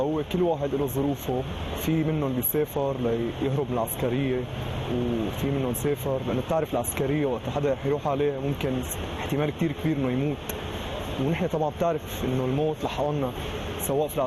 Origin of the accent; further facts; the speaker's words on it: Aleppo, Aleppo Governorate, Syria; من حلب، عمري 21 سنه، بدرس ادب انجليزي سنه ثالثه.